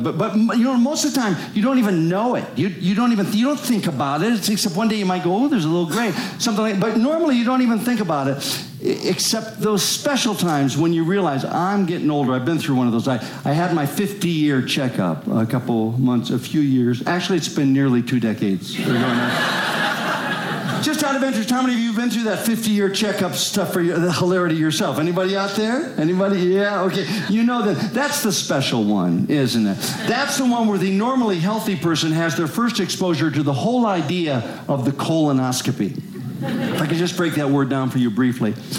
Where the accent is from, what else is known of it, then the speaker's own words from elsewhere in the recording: Minnesota, United States; I'm from Minnesota, not Manitoba.